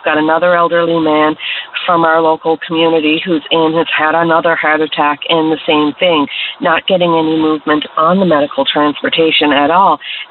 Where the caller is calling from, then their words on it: Bay St. George, Newfoundland and Labrador, Canada; I'm calling in from Bay St. George, actually, and I wanted to talk about medical transportation.